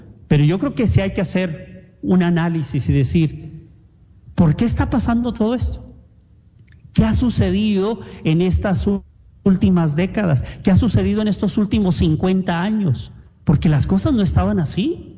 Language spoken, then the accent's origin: Spanish; Mexico; moved away; Yo como mexicano